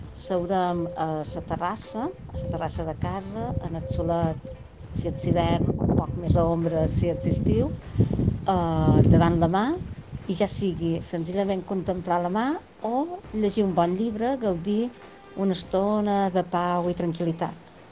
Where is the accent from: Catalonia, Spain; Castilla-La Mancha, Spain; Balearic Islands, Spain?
Balearic Islands, Spain; Ciutadella